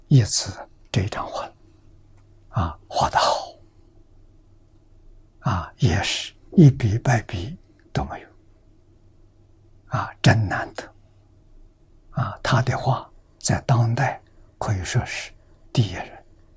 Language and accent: Chinese; Lujiang County, Anhui, China; moved away; 我们家乡的城隍，庐江县的城隍